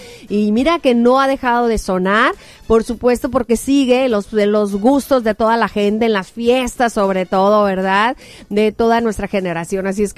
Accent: Sinaloa, Mexico; como buena sinaloense te puedo recomendar los tamales más deliciosos

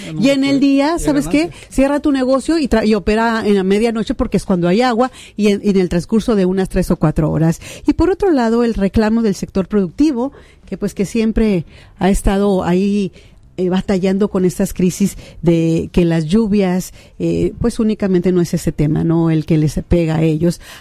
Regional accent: Culiacán, Sinaloa, Mexico; todo este sentimiento que traemos los culichis y los sinaloenses

